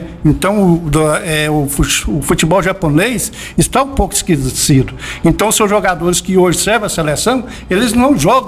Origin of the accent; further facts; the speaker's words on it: Brazil; Sou brasileiro, vou torcer para o Brasil